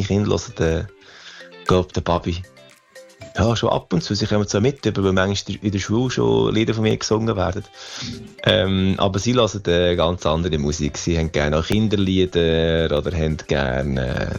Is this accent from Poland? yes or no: no; Central Switzerland, Switzerland; meine Heimat ist ja die Schweiz. Und die Zentralschweiz, und das ist ja so nah alles.